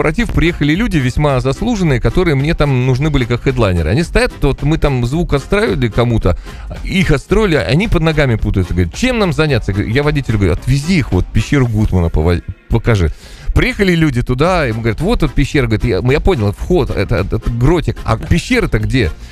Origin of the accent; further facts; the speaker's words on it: Latvia; Мы выросли, ну, выросли вот в Латвии